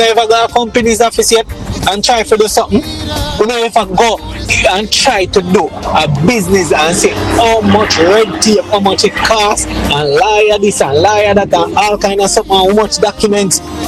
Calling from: Jamaica; we as Jamaican

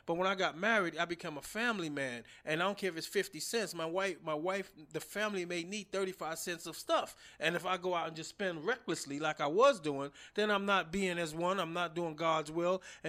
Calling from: New York, United States; So I'm from New York

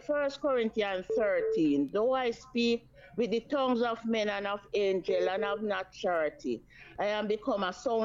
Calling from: Kingston, Jamaica; And I'm calling from Abbeville in Kingston 17.

